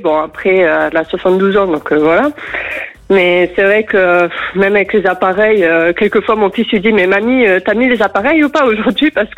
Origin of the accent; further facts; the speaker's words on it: Hauts-de-France, France; now in Aveyron, France; je suis originaire du Nord